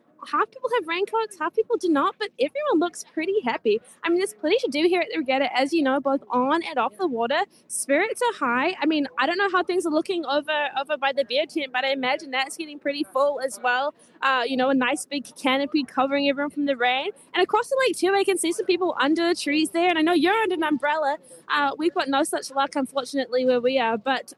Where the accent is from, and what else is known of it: Wellington, New Zealand